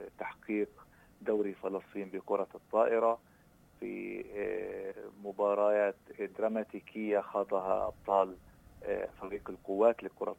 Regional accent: Palestine

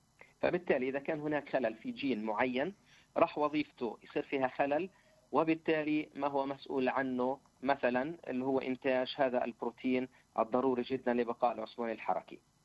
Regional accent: Palestine; عندنا بفلسطين

